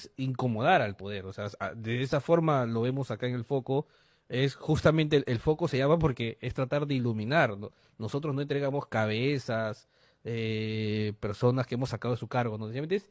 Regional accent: Peru

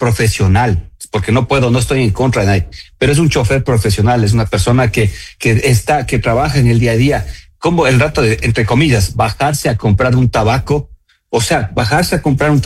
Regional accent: Quito, Pichincha, Ecuador

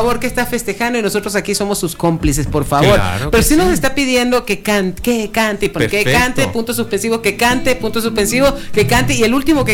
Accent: Ecuador; Ahí está mi tierra linda. Y de verdad que me transportas a la belleza del país.

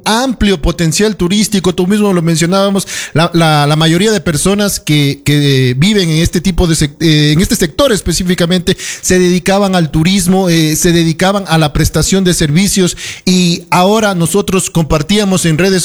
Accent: Ecuador; de unirnos como ecuatorianos también

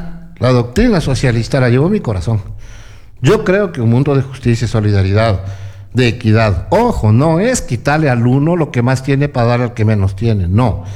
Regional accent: Loja, Ecuador; Yo soy del sur, hermano. Soy sureño, ¿qué le pasa? Como dicen ahora los candidatos, yo soy de Los Molinos

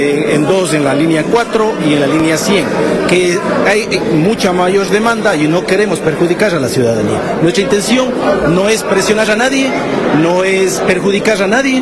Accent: Cuenca, Azuay, Ecuador; Con la única idea de que los que somos cuencanos brindar, como muchos reconocen, el mejor servicio hacia nuestra ciudad.

